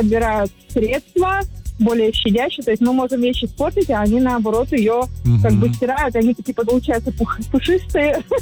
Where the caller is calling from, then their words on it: Russia; из Ленинского района